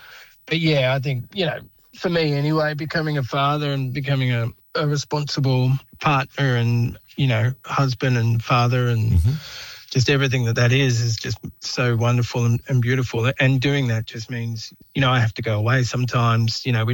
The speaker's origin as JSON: {"language": "English", "town": "Melbourne", "region": "Victoria", "country": "Australia", "tie": "born or raised there", "also_born_or_lived": "Central Australia", "said": "So we were in Central Australia when, you know, I was born in Melbourne, but lived in Central Australia when dad went up there to the legal service."}